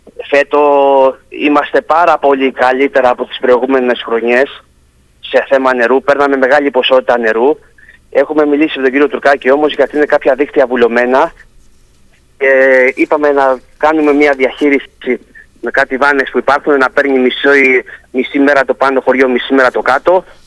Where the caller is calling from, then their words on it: Kalamaki, Ionian Islands, Greece; Καλαμακίου, γιατί μένω εδώ δίπλα.